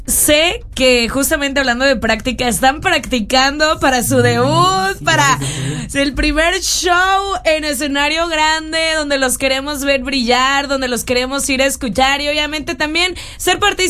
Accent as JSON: {"language": "Spanish", "country": "Mexico", "said": "una rola que nos identificó a todos los mexicanos, porque en México somos todos."}